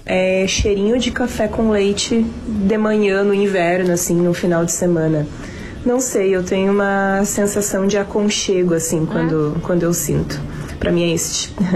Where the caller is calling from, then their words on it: Novo Hamburgo, Rio Grande do Sul, Brazil; de Novo Hamburgo aqui.